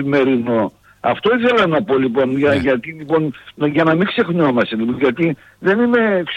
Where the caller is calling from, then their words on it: Naousa, Central Macedonia, Greece; Από ένα χωριό της Άουσας είμαι.